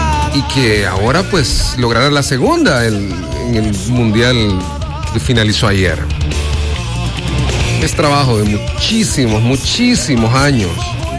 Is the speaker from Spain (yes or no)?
no; El Salvador